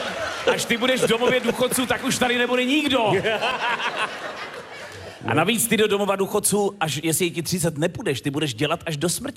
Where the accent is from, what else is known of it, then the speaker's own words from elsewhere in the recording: Sokolov, Karlovy Vary Region, Czechia; Ještě, že jsem ze Sokolova.